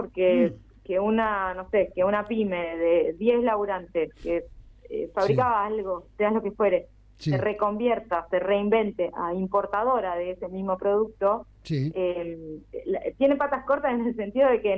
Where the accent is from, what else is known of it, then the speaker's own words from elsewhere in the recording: Mar del Plata, Buenos Aires Province, Argentina; yo soy de Mar del Plata